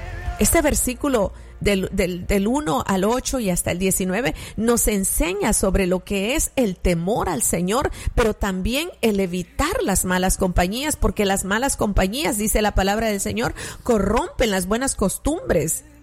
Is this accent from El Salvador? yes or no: yes; El Salvador; born there; moved away; Pero mi país en El Salvador, mi país natal, tiene sus costumbres, su propia cultura